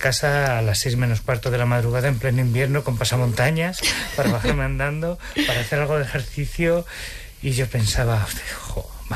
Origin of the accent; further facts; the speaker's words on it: Guadalajara, Castilla-La Mancha, Spain; also born or lived in Barcelona / Villa del Río, Córdoba (parents); siendo muy, muy pequeño, pues nos trasladamos a Guadalajara y, bueno, todos mis recuerdos son de aquí